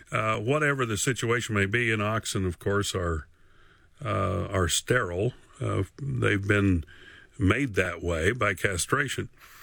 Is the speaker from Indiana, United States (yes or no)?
no; Tennessee, United States; Now, as a child growing up in Northeast Tennessee, growing up right on the Virginia line, and traveling the back roads of Tennessee and Virginia in the mountains